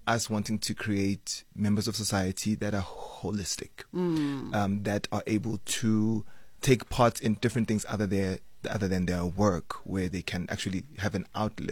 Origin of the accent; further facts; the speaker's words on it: South Africa; But as a South African people, as a nation, we love singing.